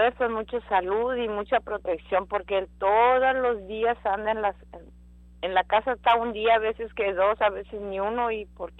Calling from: Brownsville, Texas, United States; De Brownsville, Texas.

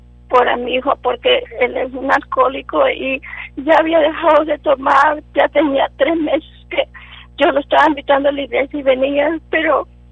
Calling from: Matamoros, Tamaulipas, Mexico; Yo soy de Matamoros

